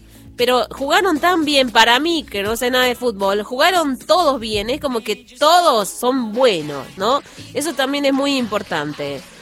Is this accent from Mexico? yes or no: no; Argentina; si no sufrimos no ganamos, no somos argentinos, no.